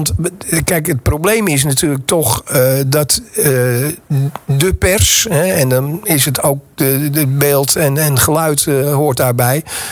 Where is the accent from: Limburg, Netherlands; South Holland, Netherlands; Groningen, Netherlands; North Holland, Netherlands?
North Holland, Netherlands; Amsterdam; moved away; ja ik ben Amsterdammer, dat zei ik al.